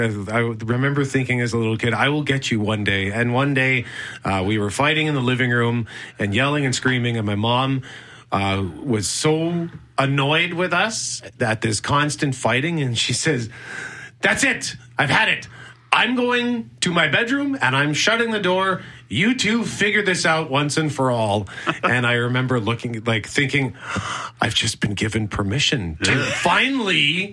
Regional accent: Winnipeg, Manitoba, Canada; Yeah, born and raised in Winnipeg. Grew up in Transcona. Lived there for the first 28 years of my life.

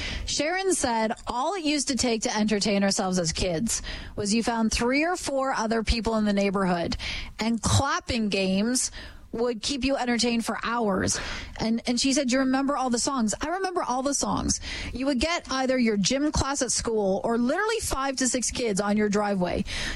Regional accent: Ontario, Canada; I'm from Ontario, and a lot of people did have pools in their backyard

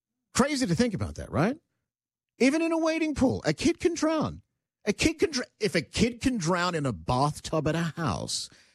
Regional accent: Australia; now in Canada; So if you're born in Canada, grow up here, and I grew up in Australia, so I know that they try and get us in the pool as young as possible.

